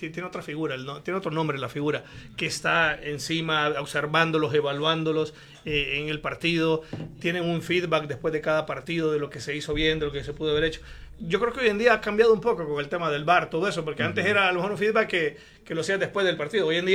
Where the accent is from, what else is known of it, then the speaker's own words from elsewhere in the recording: Honduras; debemos de, como hondureños, sentirnos muy orgullosos.